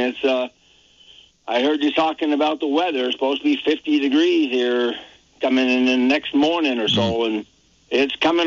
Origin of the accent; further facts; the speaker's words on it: Barre, Vermont, United States; And I'm a Barry boy. I was born in Vermont, and I believe in service 100%.